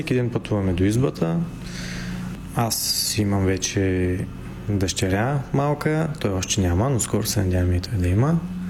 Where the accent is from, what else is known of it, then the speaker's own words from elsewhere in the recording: Silistra, Silistra Province, Bulgaria; also born or lived in Sofia; Аз специално съм завършил езикова гимназия в родния ми град Силистра, след това администрация и менеджмент в София